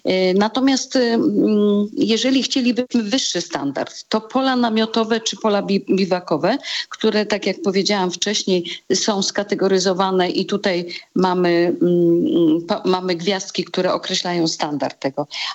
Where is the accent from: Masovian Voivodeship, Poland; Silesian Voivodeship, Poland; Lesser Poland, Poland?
Silesian Voivodeship, Poland; Katowice; jestem z Katowic